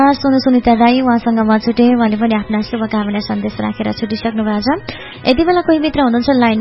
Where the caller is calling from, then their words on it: Terhathum, Koshi Province, Nepal; तेह्रथुमबाट.